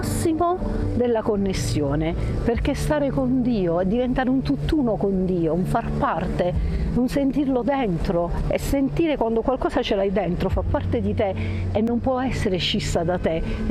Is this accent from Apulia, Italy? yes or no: yes; Foggia, Apulia, Italy; Io vengo da Foggia